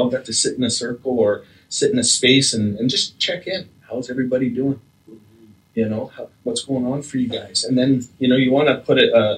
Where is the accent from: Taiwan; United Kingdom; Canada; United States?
Canada; Slave Lake, Alberta; as you guys know, I grew up in Slave Lake, and so there was hockey, there was junior hockey, there was baseball